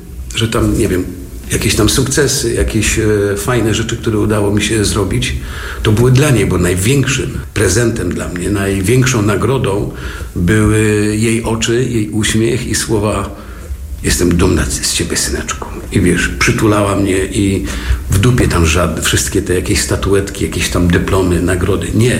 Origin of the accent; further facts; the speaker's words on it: Strzelce Opolskie, Opole Voivodeship, Poland; born there; Moja mama była w Strzelce Opolskim, gdzie się urodziłem